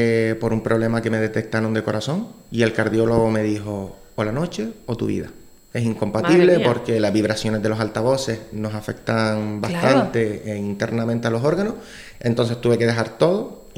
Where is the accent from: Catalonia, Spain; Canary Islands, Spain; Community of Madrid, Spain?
Canary Islands, Spain; Santa Brígida; Romería de Santa Brígida, que es mi pueblo.